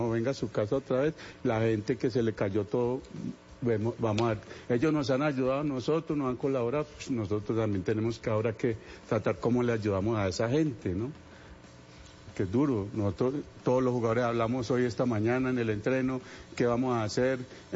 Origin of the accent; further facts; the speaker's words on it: Colombia; esto no es una región, somos colombianos todos